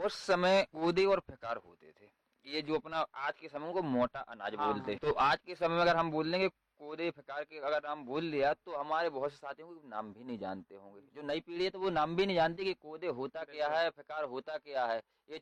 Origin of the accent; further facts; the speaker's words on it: Ladpura, Madhya Pradesh, India; born there; ये जो हमारा गाँव पर्यटन में घोषित हुआ है, पर्यटन विलेज में